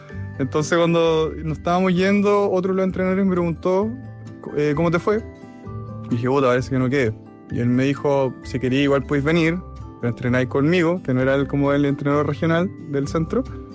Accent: Temuco, Araucanía, Chile; born or raised there

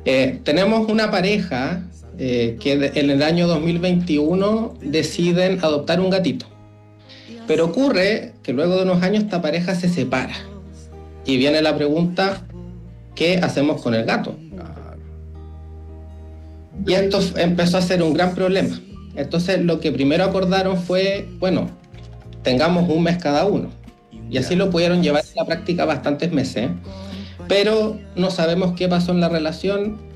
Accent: Chile; nuestra organización como comunidad chilena

